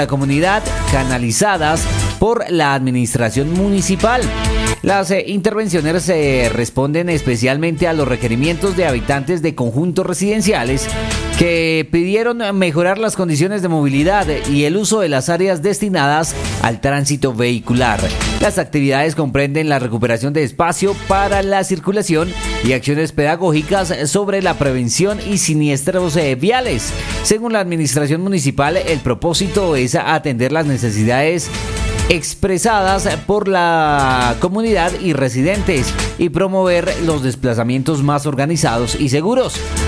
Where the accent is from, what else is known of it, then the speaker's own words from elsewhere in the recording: Fosca, Cundinamarca, Colombia; tengo 17 años y me siento honrado de representar a la institución educativa de mi región. Soy orgullosamente de Fosca, Cundinamarca